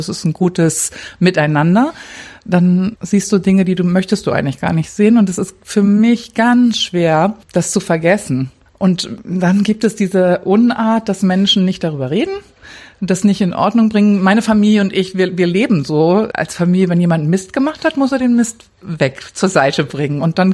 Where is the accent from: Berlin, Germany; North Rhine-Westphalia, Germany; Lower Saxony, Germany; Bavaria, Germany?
Lower Saxony, Germany; Cuxhaven; also born or lived in Hamburg; Ich bin eine Hamburgerin und genau, und dann in Cuxhaven groß geworden und habe mein Leben lang nur in Westdeutschland gelebt.